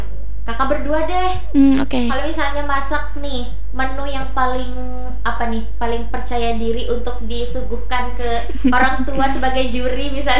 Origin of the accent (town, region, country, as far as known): Kalimantan, Indonesia